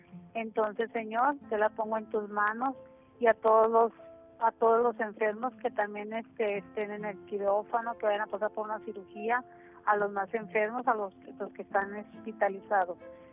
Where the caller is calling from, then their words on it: Ciudad Lerdo, Durango, Mexico; Hablo de Ciudad Lerdo, Durango.